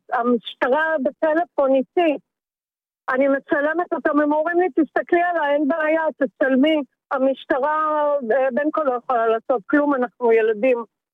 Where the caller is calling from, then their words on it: Holon, Tel Aviv District, Israel; הנהגת אוטובוס מחולון.